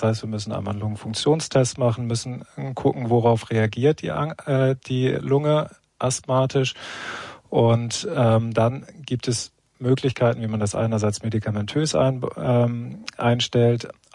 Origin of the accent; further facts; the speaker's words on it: Bremen, Germany; moved away; Also ich bin in Bremen groß geworden